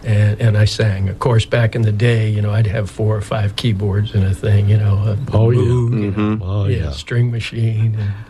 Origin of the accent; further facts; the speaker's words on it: Cleveland, Ohio, United States; originally from Cleveland, Ohio. Now at Camp UMC in Shalote.